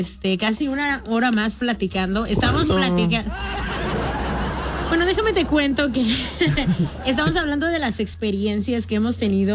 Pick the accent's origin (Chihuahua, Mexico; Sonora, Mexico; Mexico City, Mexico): Mexico City, Mexico; Soy chilanga, ya lo revisé.